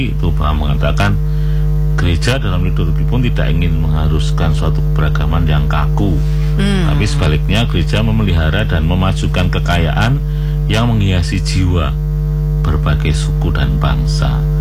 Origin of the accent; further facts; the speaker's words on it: Special Region of Yogyakarta, Indonesia; dulu awal-awal saya asli dari Kanjuran ya.